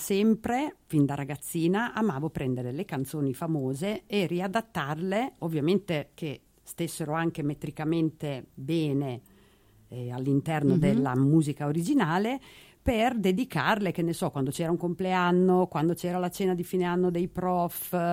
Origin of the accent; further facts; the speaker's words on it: Rimini, Emilia-Romagna, Italy; Io sono di Rimini.